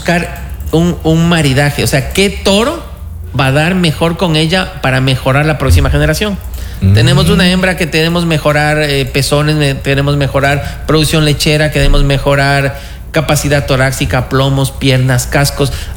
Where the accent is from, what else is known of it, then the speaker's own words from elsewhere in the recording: Ecuador; Nosotros como ecuatorianos